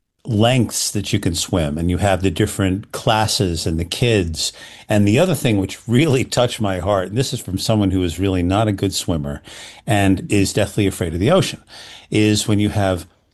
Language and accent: English; New York, United States; moved away; I'm from New York.